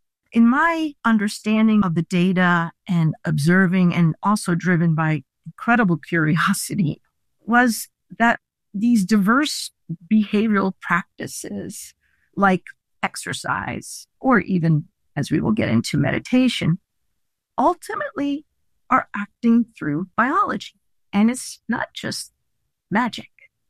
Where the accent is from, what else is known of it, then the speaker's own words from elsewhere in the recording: Italy; first language Italian; English is a second language; And as you know, the book was originally written in Italian, which is my mother tongue.